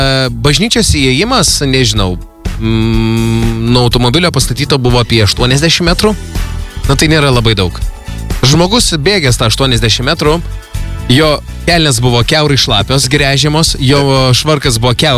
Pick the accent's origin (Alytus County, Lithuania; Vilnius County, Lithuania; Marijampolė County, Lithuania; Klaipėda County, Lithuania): Klaipėda County, Lithuania; Klaipėda; kaip klaipėdiečiai